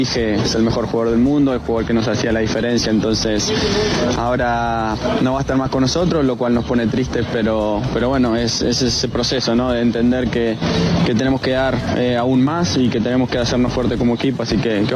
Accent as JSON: {"language": "Spanish", "country": "Argentina", "said": "Nosotros, como argentinos, además tenemos esa cotita que obviamente nos encantaría que la gane Leo."}